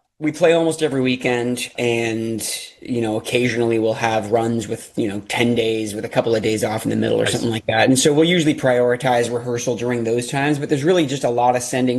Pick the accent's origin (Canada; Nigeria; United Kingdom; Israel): Canada; Ontario; now in United States; I'm originally from Canada, from outside of Toronto. And when I moved, when I first came down to Pennsylvania to hang out with Rose